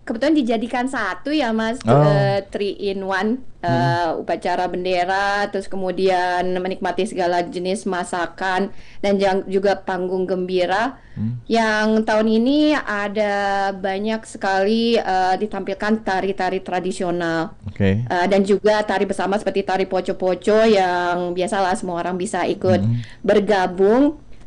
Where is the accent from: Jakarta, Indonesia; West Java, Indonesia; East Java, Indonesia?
West Java, Indonesia; Bekasi; Saya dari Bekasi, tapi ibu saya sebetulnya orang Sunda dari Ciamis.